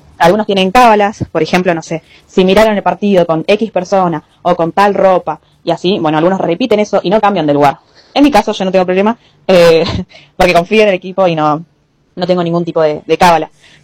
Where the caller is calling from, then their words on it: Buenos Aires, Argentina; yo vivo en Capital Federal, exactamente en Montserrat, a unas cuadras del obelisco.